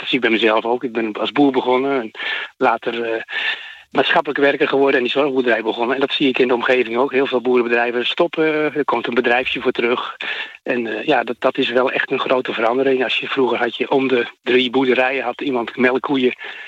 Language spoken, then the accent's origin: Dutch; Essen, Gelderland, Netherlands; familie woont er al generaties lang. En ik woon op een boerderij, wat inmiddels een zorgboerderij is geworden. En daar woon ik ook mijn hele leven al. Ben ik geboren en getogen.